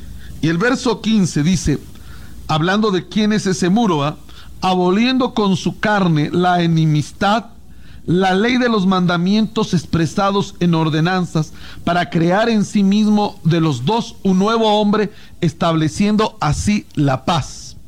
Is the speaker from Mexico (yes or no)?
yes; Mexico; yo soy del Estado de México.